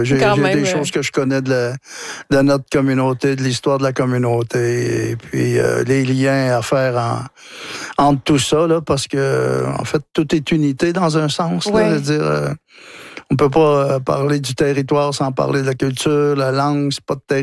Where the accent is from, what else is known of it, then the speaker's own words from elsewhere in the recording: Wôlinak, Quebec, Canada; j'ai étudié la langue. Chez nous, à Wolinak, la langue avait été éteinte.